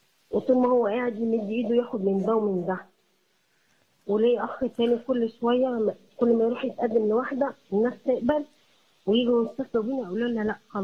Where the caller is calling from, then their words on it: Cairo, Cairo Governorate, Egypt; انا بنت الرب من القاهره.